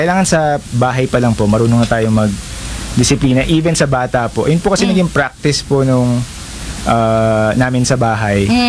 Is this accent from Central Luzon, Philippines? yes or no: yes; Bulacan, Central Luzon, Philippines; since taga Bulacan po ako